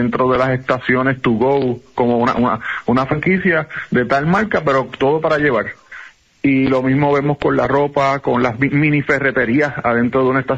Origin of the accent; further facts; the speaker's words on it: Ponce, Puerto Rico; Mi papá servía la gasolina. Yo soy de Ponce.